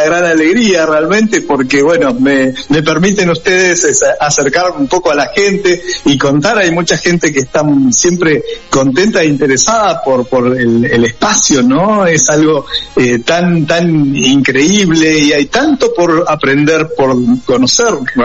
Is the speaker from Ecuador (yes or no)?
no; Argentina